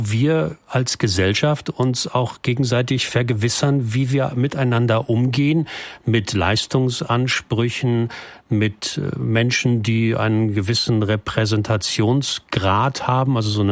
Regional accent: Germany; wie wir so ticken als Deutsche allgemein?

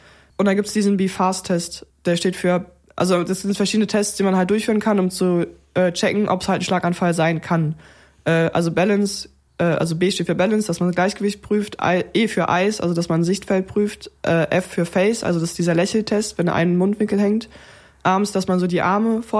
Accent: Cologne, North Rhine-Westphalia, Germany; es ist, wie es ist, als Kölsche Mädel

